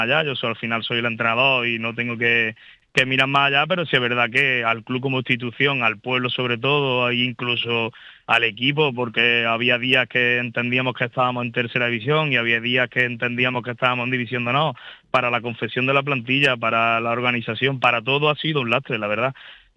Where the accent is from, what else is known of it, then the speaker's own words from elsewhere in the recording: Córdoba, Andalusia, Spain; Como cordobés que soy y me muevo en este fútbol y en estos ámbitos